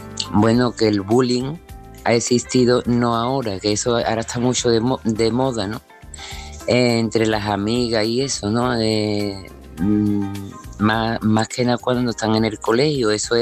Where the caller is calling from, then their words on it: Seville, Andalusia, Spain; de Sevilla.